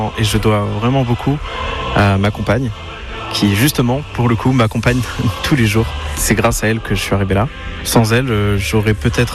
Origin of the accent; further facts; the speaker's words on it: La Chapelle-d'Armentières, Hauts-de-France, France; je viens de la chapelle d'Armentières.